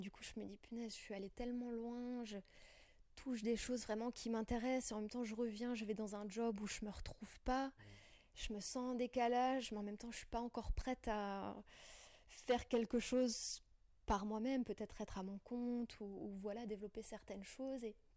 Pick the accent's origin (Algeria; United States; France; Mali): France; born or raised there; moved away as an adult; also born or lived in Germany